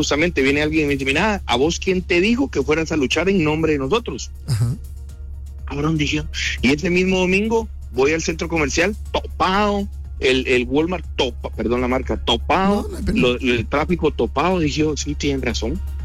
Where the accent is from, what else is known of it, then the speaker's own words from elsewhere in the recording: Guatemala; todo lo que todos los guatemaltecos consumen lo consumo yo, no compro cosas extraordinarias, soy un guatemalteco común y corriente.